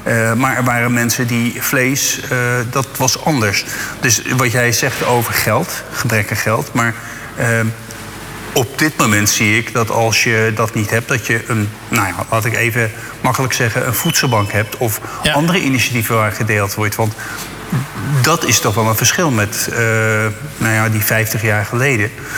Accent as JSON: {"language": "Dutch", "town": "Zwijndrecht", "region": "South Holland", "country": "Netherlands", "tie": "born or raised there", "said": "Kijk, ik ben geboren in Zwijndrecht. Ik ben geboren in de Vermeerstraat. En dat was een nieuwbouwgebied. Dat is nou ja, achter de passage, laat ik het zo zeggen."}